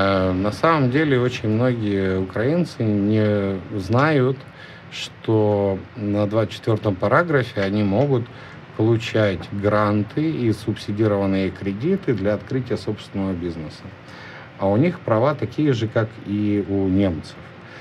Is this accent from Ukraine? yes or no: yes; Ukraine; В смысле, с украинцами, я сам как бы украинец, да